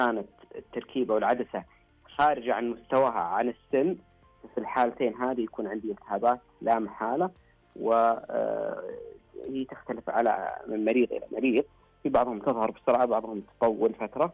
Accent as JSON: {"language": "Arabic", "country": "Saudi Arabia"}